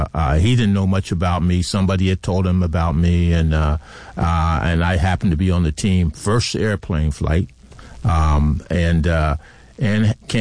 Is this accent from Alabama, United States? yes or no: no; East Liverpool, Ohio, United States; moved away as an adult; East Liverpool, Ohio is my hometown.